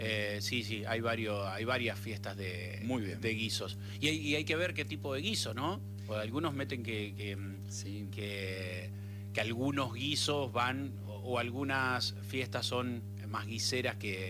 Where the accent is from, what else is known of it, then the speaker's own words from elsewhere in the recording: Las Toscas, Argentina; born there; moved away; fui un día a mi pueblo, a Las Toscas